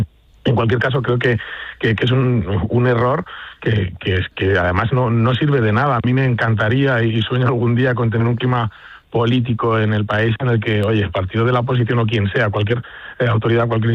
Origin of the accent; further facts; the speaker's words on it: Spain; como ciudadano y como español